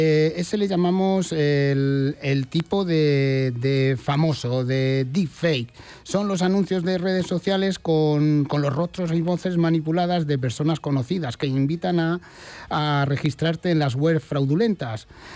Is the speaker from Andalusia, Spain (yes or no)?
no; Castilla-La Mancha, Spain; como castellano manchegos que somos